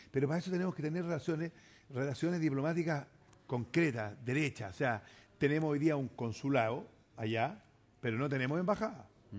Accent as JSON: {"language": "Spanish", "country": "Chile", "said": "Si nosotros en Chile tenemos refugiados"}